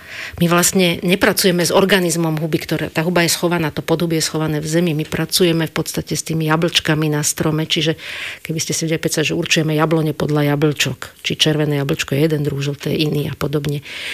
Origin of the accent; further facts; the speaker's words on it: Bratislava, Bratislava Region, Slovakia; Ja som Paneláková Bratislavčanka kompletne